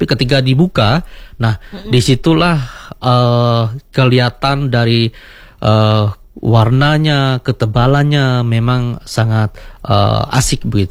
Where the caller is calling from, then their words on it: Simpang, West Kalimantan, Indonesia; di Simpang tempat saya itu juga itu ramai begitu sampai hari ini.